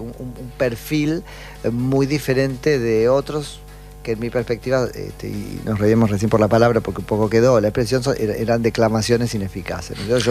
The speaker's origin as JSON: {"language": "Spanish", "country": "Argentina", "said": "Por supuesto, y que está bueno que como argentinos sepamos que cada cual con su caja de herramientas"}